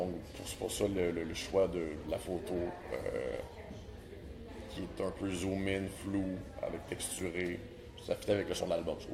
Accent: Quebec, Canada; moi je viens de la Rive-Nord

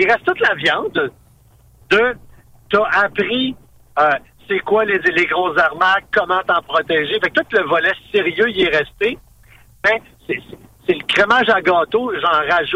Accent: Montreal, Quebec, Canada; Et ma famille vient de l'Abitibi du Témiscamingue. J'ai été élevé à Montréal, là

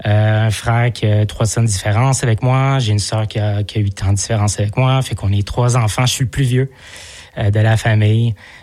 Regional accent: Laval, Quebec, Canada; now in Montreal, Canada; Ben moi, je suis né à Montréal et puis j'ai grandi à Laval. J'ai déménagé en 90 à Laval.

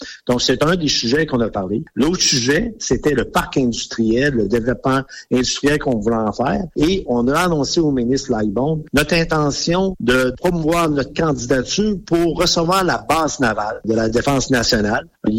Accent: Quebec, Canada; chez nous, au Bas-Saint-Laurent

